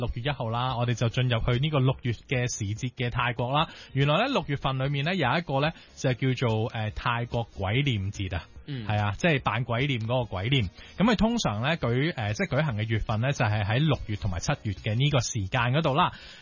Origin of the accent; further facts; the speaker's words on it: Hong Kong; 对于我哋香港人嚟讲，就系相对比较认识得多一啲